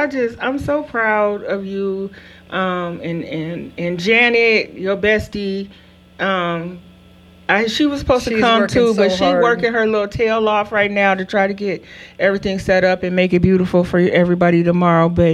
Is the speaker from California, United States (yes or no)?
yes; Chino, California, United States; So Chino, that's in my hometown.